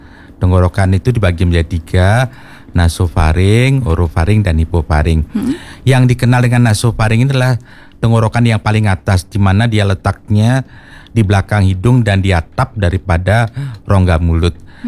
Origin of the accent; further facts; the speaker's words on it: Bali, Indonesia; kita memang berisiko sekali sebagai orang Bali ini